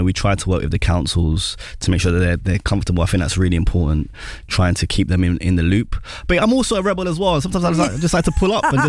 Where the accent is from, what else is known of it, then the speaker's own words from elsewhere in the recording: London, United Kingdom; North London, my hometown, Wood Green